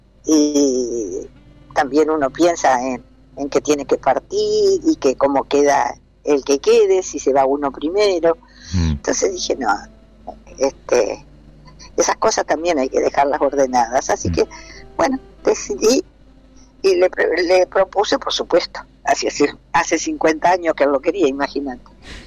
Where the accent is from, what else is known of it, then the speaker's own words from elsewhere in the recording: Lucas González, Entre Ríos, Argentina; born there; also born or lived in Buenos Aires; yo soy nacida en Lucas